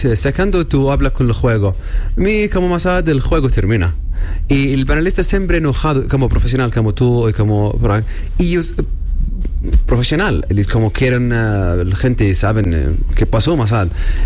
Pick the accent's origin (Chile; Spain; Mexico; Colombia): Colombia; Medellín, Antioquia; Sí, yo veo, soy de Medellín, Colombia.